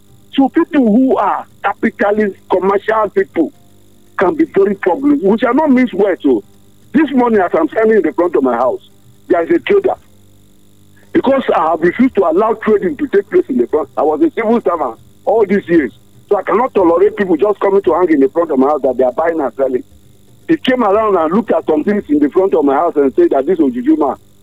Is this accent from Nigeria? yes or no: yes; Jos, Plateau, Nigeria; born there; I was born in Jos.